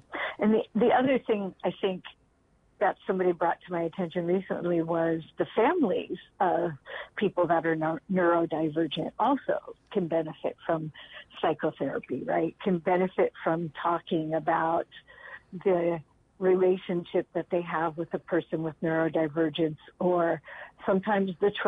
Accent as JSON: {"language": "English", "region": "California", "country": "United States", "said": "I'm a Californian and I know what's available here"}